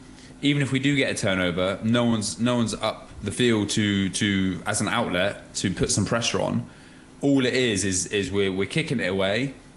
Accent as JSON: {"language": "English", "region": "England", "country": "United Kingdom", "moved": "yes", "said": "And that's the frustrating thing as an English fan."}